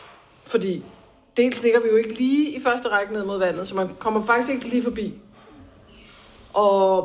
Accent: Bornholm, Capital Region of Denmark, Denmark; Jeg følte lidt, at jeg var med i sådan en dårlig dansk film om, og det er at komme til provinsen som bornholmer.

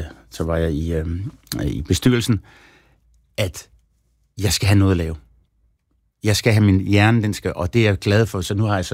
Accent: Copenhagen, Capital Region of Denmark, Denmark; Fordi det er der, hvor jeg kommer fra. Jeg kan huske, da de lavede den, det var en LP dengang, og det var det første nummer på... og da det blev … Christianshavn.

